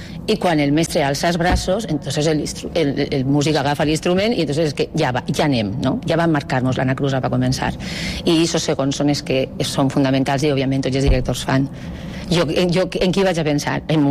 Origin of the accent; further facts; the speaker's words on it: Ontinyent, Valencian Community, Spain; Claro, com soc d'Ontinyent, com sempre es diu, tots venen de fora, però com jo soc d'Ontinyent, pues, he rebut moltes felicitacions